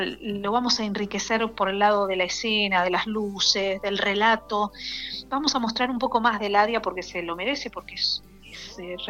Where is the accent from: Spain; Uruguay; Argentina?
Argentina; Rosario, Santa Fe; yo grabé la voz en Rosario, soy rosarina